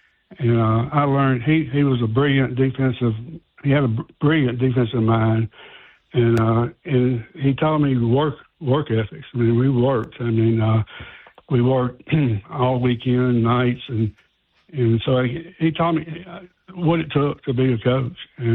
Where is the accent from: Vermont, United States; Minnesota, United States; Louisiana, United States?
Louisiana, United States; Winnfield; growing up in Winfield, Louisiana, my mother was a basketball coach. And she coached for several years, won two state championships. So I was brought up in a gymnasium.